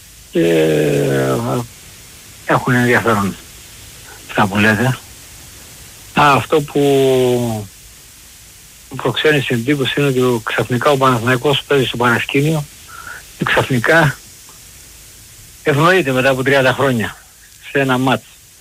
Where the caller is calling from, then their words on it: Melissia, Attica, Greece; από τα Μελίσια.